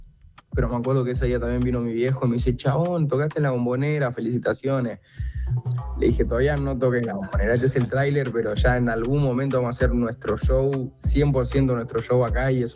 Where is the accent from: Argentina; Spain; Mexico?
Argentina; esto lo digo sin pena, como argentino, Messi te hace ser bastante el Barça, entonces me crié con los colores culé